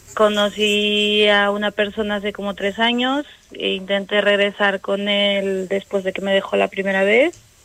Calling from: Ecuador; De Ecuador.

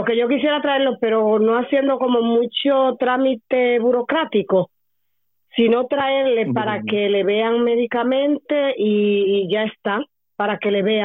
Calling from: Madrid, Community of Madrid, Spain; de aquí, de Embajadores.

